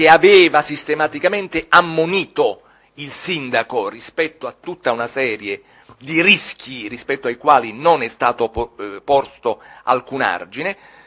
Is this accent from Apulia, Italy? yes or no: no; Naples, Campania, Italy